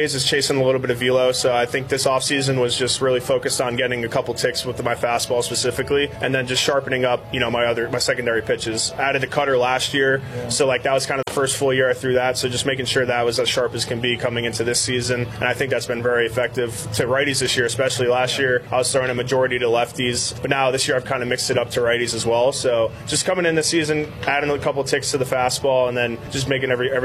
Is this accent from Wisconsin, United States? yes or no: no; Rhode Island, United States; Spent it all at home where I'm from in Rhode Island